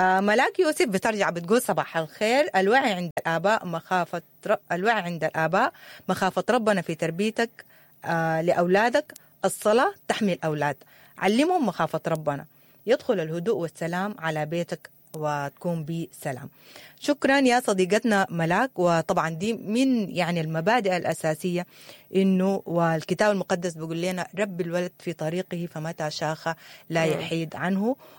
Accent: Sudan; now in abroad; زي ما نحن عندنا في السودان لسه عن موضوع الترهيب والصوت والحاجات دي،

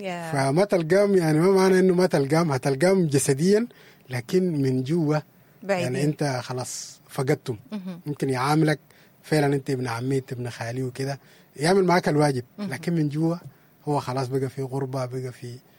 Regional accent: Sudan; فنحن كسودانيين

